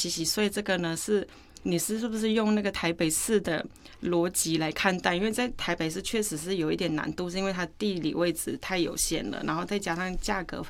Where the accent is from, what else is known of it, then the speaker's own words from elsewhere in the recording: Northern Thailand, Thailand; 妈妈，你是哪里人？”我说：“我是泰国人啊，是泰国北部。”